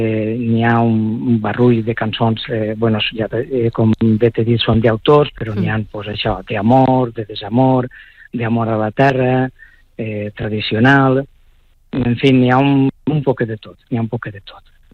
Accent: Aielo de Malferit, Valencian Community, Spain; jo soc d'Aielo.

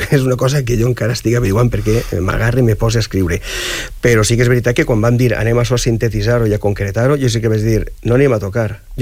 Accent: Castellón de la Plana, Valencian Community, Spain; som de Castelló

